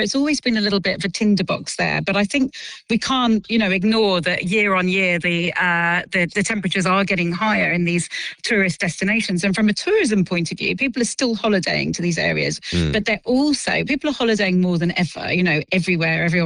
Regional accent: Andalusia, Spain; And I grew up on the Costa del Sol. I'm an expat child myself, and I'm going off to Malaga on Monday for 30 days.

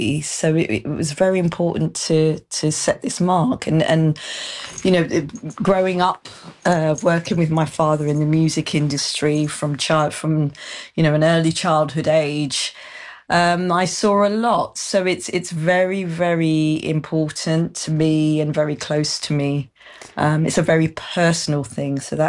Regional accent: London, United Kingdom; I mean, I'm born and bred in Harleston. I have a very strong connection with Harleston.

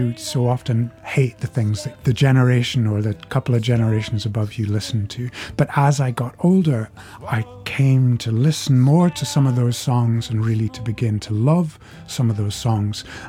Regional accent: Scotland, United Kingdom; When I was growing up in Shetland in the 90s, then country music was just the biggest sung genre

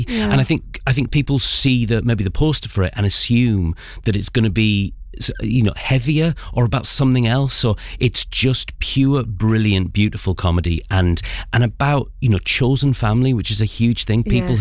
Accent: Middlesbrough, North East England, United Kingdom; the beautiful town of Middlesbrough, my hometown, and a place that I think has been so overlooked for so many years.

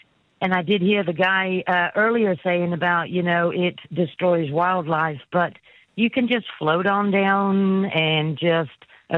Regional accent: Monmouth, Wales, United Kingdom; now in North Texas, United States; I am going to move back home, which Monmouth is my hometown.

